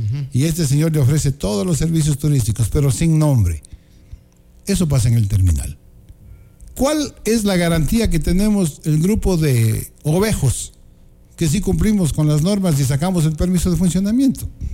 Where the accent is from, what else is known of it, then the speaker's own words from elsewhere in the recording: Baños, Tungurahua, Ecuador; los baneños también tenemos la culpa